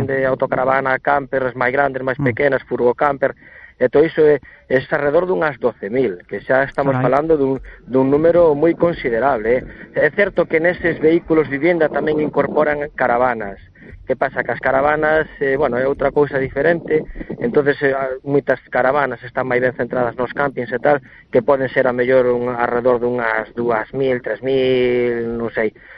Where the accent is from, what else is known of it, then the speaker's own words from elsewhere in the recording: Redondela, Galicia, Spain; Eu son de Redondela, saímos hacia Mellora, hacia Porto Novo, Grove, saímos por zonas cercanas.